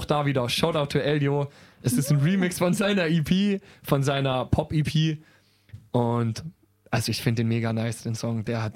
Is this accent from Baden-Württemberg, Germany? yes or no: yes; Wimmental, Baden-Württemberg, Germany; Und ich habe so ein kleines Tonstudio auch in dem Dorf, wo ich aufgewachsen bin.